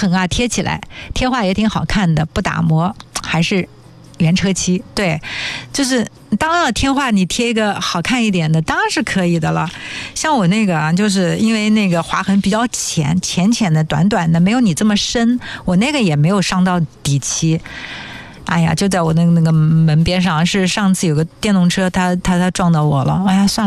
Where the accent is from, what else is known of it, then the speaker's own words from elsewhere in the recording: China; 作为中国人也特别的骄傲